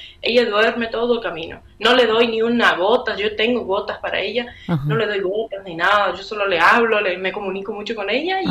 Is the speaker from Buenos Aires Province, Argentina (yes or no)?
no; Fracrán, Misiones, Argentina; also born or lived in San Vicente; now in Brazil; yo me vine a Brasil hace un par de meses atrás por la situación económica que estaba pasando, porque yo soy de Fracran, pero vivía en San Vicente.